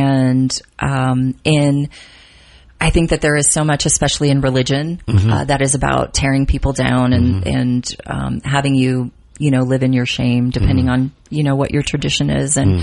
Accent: Miami, Florida, United States; moved away; I grew up in Miami, I took Spanish from like kindergarten on. And because I was in Miami, I can cuss really well in Spanish

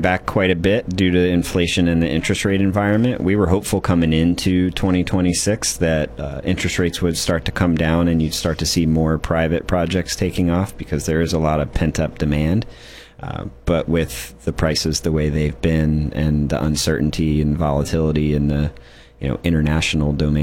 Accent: East Coast, United States; also born or lived in Colorado; I grew up on the East Coast, went to Colorado for undergrad, came to Pepperdine for my master's, and then...

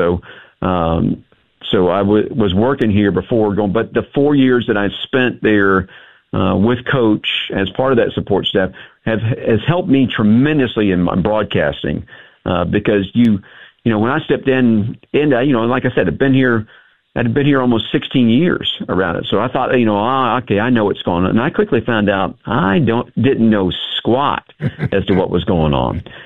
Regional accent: Hendersonville, North Carolina, United States; born there; moved away as an adult; also born or lived in Boone

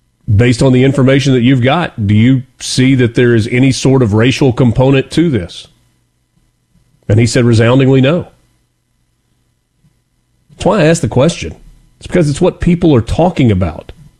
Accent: Oxford, Mississippi, United States; Maybe closer to 400 miles north of Ocean Springs in Oxford, which is my hometown.

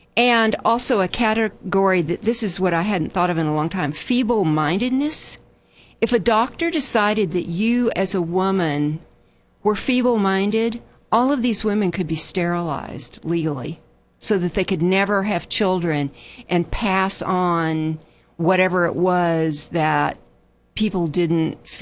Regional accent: the South, United States; I immediately got engaged with because I grew up in the South.

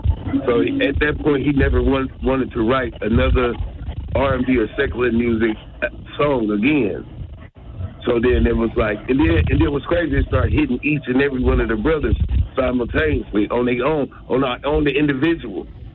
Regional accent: Milwaukee, Wisconsin, United States; also born or lived in Napa; We was born in Napa, raised in Milwaukee.

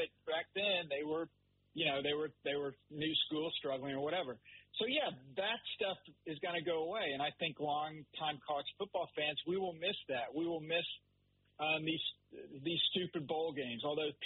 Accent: Oklahoma, United States; but I grew up in Oklahoma, so I grew up, there was a Southwest Conference.

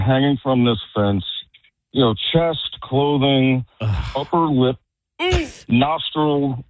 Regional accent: Monroe Township, New Jersey, United States; I'm 50 years old now, but I grew up in rural Monroe Township, Middlesex County.

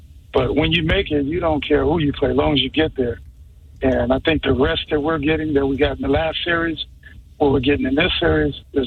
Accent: Bakersfield, California, United States; because I grew up in Bakersfield, California, and I couldn't have the guys talking about me

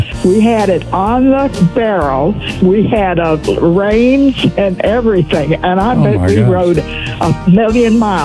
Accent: New York, United States; I grew up in New York State.

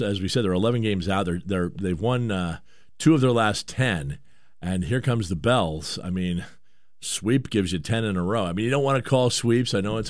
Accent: Bellingham, Washington, United States; I grew up in Joe Martin Field, basically, back when it was the Baby M's.

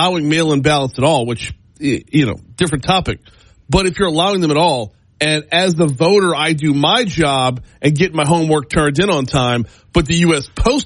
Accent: Madisonville, Louisiana, United States; moved away; Growing up in St. Tammany, I never realized just how backwoods and corrupt we were.

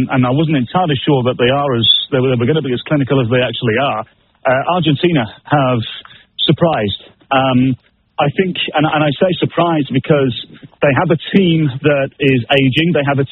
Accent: England, United Kingdom; as an Englishman myself

